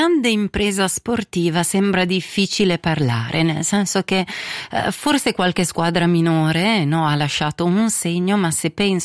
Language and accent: Italian; Switzerland